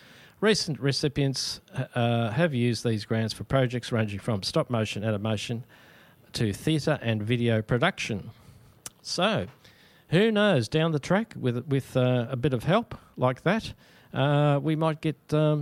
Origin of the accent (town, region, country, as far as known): Australia